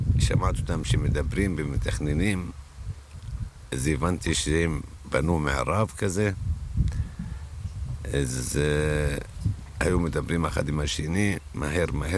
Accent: Rafah, Gaza Strip, Palestine; now in Israel; אני מרפיח במקור, אני עליתי לארץ בשנת 95.

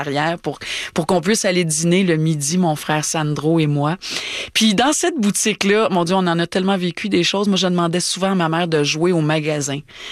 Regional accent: Montreal, Quebec, Canada; elle avait une boutique de vêtements à Villemard, dans le sud-ouest de Montréal, là où j'ai grandi.

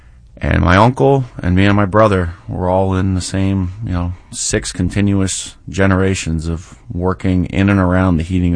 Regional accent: Rochester, New York, United States; Now, I have family in New York City and in Rochester, New York, where I grew up in Rochester.

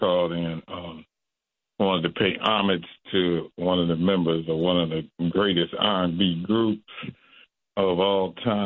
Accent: Detroit, Michigan, United States; even though I grew up in Motown … are one of my favorite groups.

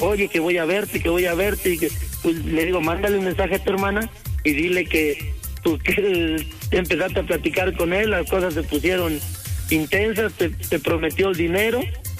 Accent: Acatlán de Osorio, Puebla, Mexico; Yo nací aquí en México, en el estado, pero de niño, pues ya sabes, por las situaciones que pasan entre la familia, me tuve que ir a vivir a Puebla.

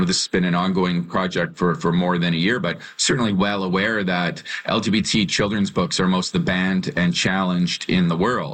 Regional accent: Alberta, Canada; when I was growing up in Alberta as a gay child

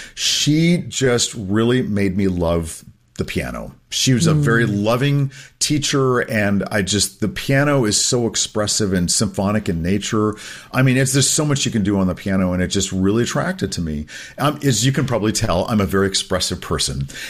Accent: Oklahoma, United States; this was actually quite normal that I was saturated in the arts as an American Indian in the state of Oklahoma.

